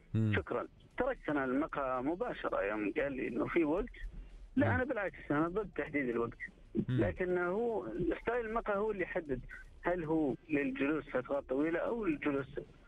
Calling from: Riyadh, Riyadh Province, Saudi Arabia; من الرياض.

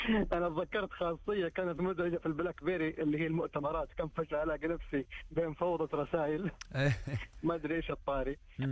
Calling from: Jeddah, Makkah Province, Saudi Arabia

